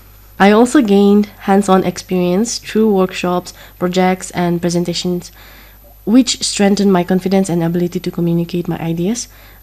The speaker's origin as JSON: {"language": "English", "region": "Nagaland", "country": "India", "tie": "born or raised there", "said": "Growing up in Nagaland, we are surrounded by rich cultural textiles and craftsmanships."}